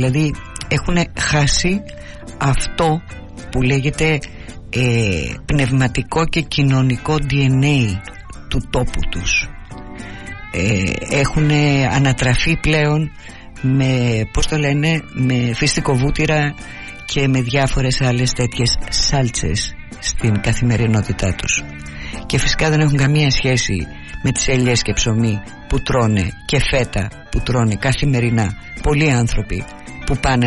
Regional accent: Greece; εμείς τουλάχιστον σαν Έλληνες

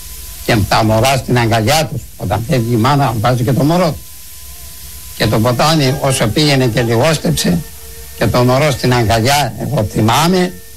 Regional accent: Borogia, Greece; στο χωριό μου εδώ στα Μπορόγια, από αυτούς άλλοι σφαγμένοι, άλλοι μαχαιριές, άλλοι

